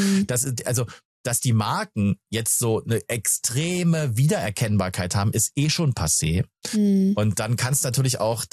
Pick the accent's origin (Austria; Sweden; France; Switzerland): France; German is a second language; Ich habe eine französische Vorname. Und bei uns in Frankreich sagt man Padel.